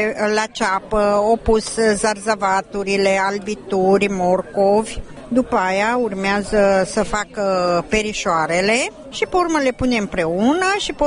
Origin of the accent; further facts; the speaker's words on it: Oradea, Bihor County, Romania; now in Hungary; Din Oradea.